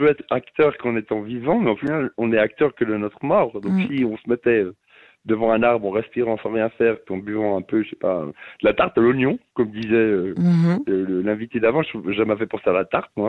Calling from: Neuchâtel, Switzerland; En dessous de la gare, à Neuchâtel.

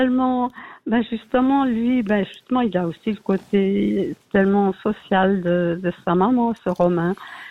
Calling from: Leysin, Vaud, Switzerland; moi, j'habite à Lesin depuis passé 60 ans.

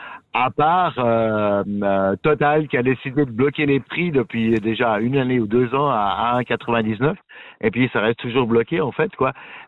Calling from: Switzerland

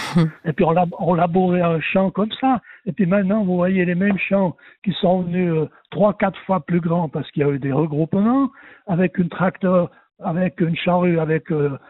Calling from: Evolène, Valais, Switzerland; j'habite à Evelyne maintenant.

